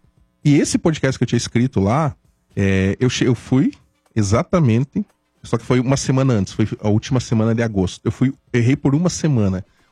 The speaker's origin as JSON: {"language": "Portuguese", "region": "Santa Catarina", "country": "Brazil", "said": "era mais conhecido regionalmente, eu sou de Santa Catarina, né?"}